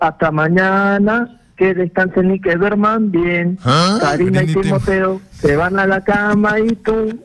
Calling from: Lima, Peru; Desde Los Olivos, por acá son la municipalidad de Los Olivos.

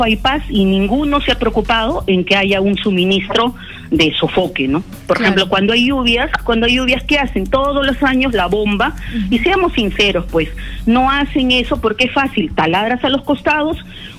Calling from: Peru; creo que como peruanos deberíamos estar preparados

